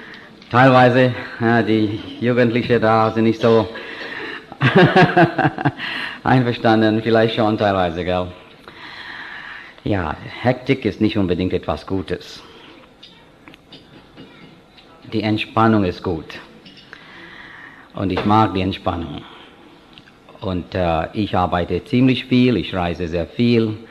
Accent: India; Wir haben Projekte in Indien, ich bin Inder.

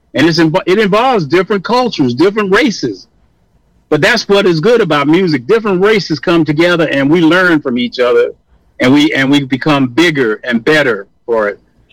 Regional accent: Kissimmee, Florida, United States; It's kind of bringing me back to when I grew up in Kissimmee, Florida, and I had colored water.

